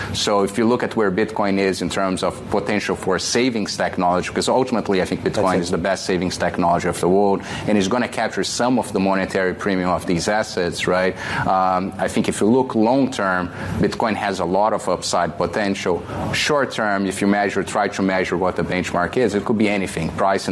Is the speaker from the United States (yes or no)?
no; Brazil; I grew up in Brazil, and you know, I went my teenage years in the 90s in Brazil, late 80s, early 90s, when inflation was wild.